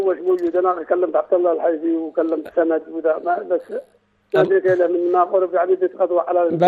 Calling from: Lahij, Yemen; أنا بسمعك من يافا

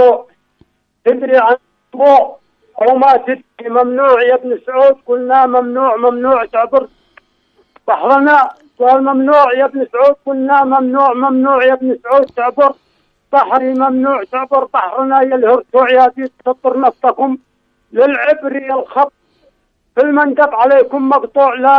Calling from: Sanaa, Yemen

